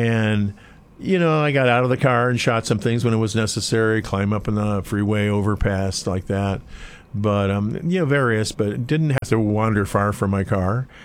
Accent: Chicago, Illinois, United States; When we were kids, my sister and I, my mom used to tell stories, and we grew up in Chicago.

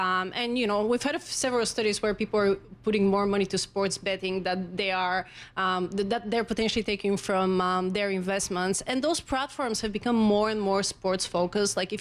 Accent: Bulgaria

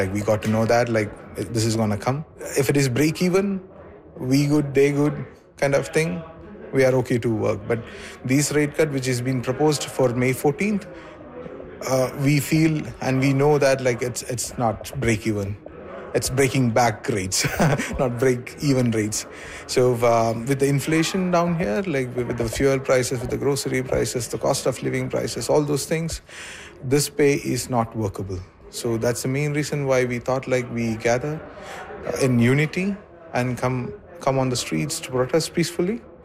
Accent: India; moved away as an adult; now in Saskatoon, Canada; I'm from India. I've been here for the last 2 years

